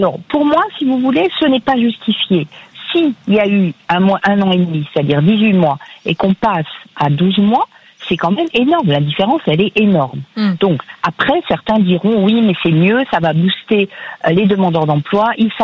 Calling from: Centre-Val de Loire, France; dans le Loiret.

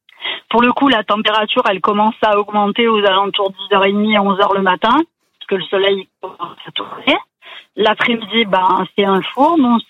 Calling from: Provence-Alpes-Côte d'Azur, France; Alors, je suis dans un petit village à côté

